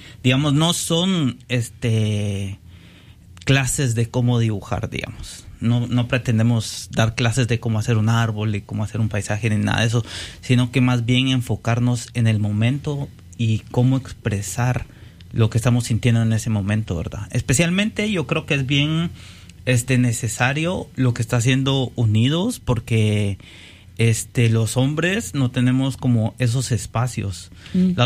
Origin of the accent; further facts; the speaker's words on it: Guatemala; soy de Guatemala